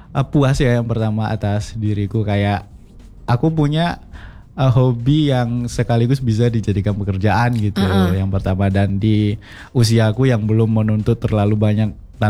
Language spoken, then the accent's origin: Indonesian; West Sumatra, Indonesia; Itu sebagai apa ya, tanggung jawabku mungkin ya sebagai orang Minangkabau gitu. Jadi aku nulis dalam bahasa Minang gitu.